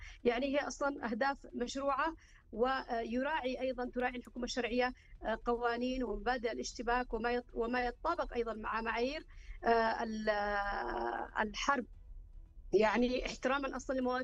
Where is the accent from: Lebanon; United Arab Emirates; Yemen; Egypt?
Yemen